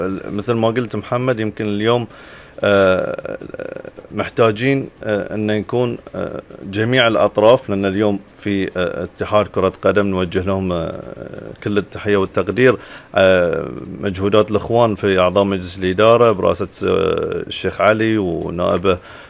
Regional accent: Bahrain; عندنا في البحرين

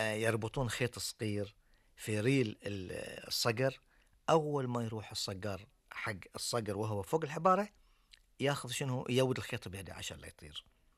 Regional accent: Bahrain; عندنا في البحرين

